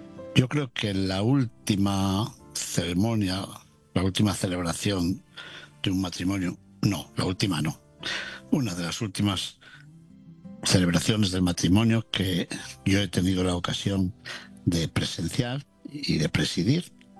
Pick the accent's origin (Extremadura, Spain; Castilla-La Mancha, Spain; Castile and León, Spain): Castile and León, Spain; León; la boda se celebraba en León, en mi ciudad natal